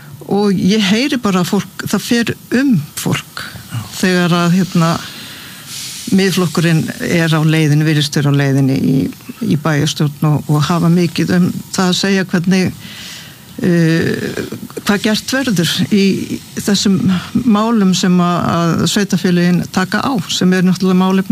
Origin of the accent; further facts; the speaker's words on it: Suðurnesjabær, Southern Peninsula, Iceland; samfylkingin vann sigur í Suðurnesjabæ, mínum heimabæ fengu 34%